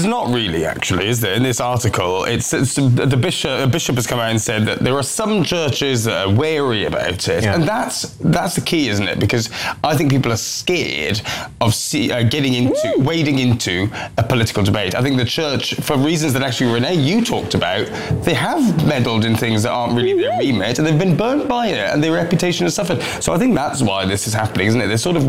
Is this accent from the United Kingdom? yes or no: yes; Wales, United Kingdom; I don't identify as much with the English flag as you guys because I'm Welsh.